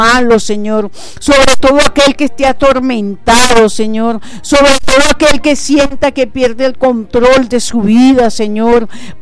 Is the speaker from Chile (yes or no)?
no; Venezuela; nuestra nación Venezuela